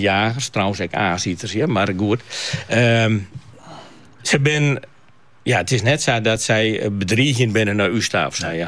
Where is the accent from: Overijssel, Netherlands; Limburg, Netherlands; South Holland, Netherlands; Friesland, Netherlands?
Friesland, Netherlands; Nou ben ik een Fries